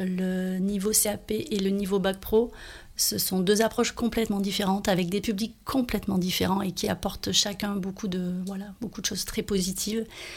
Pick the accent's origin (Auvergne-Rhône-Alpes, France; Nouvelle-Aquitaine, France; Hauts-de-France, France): Auvergne-Rhône-Alpes, France; Je suis originaire du Sud-Ardèche, entre Aubenas et le plateau du Coiron, depuis de nombreuses générations, comme beaucoup de gens ici. Très attachée à ce territoire et à ses valeurs